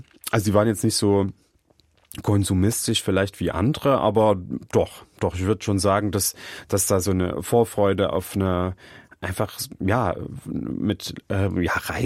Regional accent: Chemnitz, Saxony, Germany; im Fritz-Heckert-Gebiet aufgewachsen, in diesem großen Plattenbaugebiet, damals 90.000 Einwohnerin, das heißt also eine Stadt in der Stadt

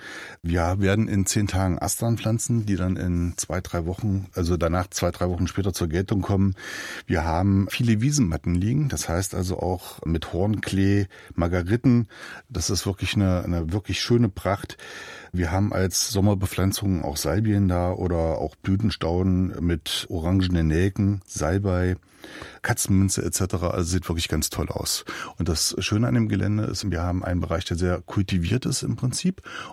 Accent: Leinefelde, Thuringia, Germany; Ich bin selber in Leinefelde groß geworden als Kind, habe im Plattenbau gelebt und habe nach der Wende die Innovation des Stadtumbaus erfahren können.

